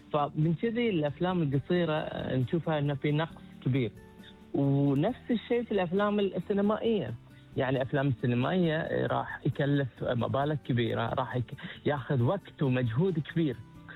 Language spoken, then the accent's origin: Arabic; Bahrain; صانع أفلام من البحرين. فهاي فخر كبير أن أنا أرفع اسم ديرتي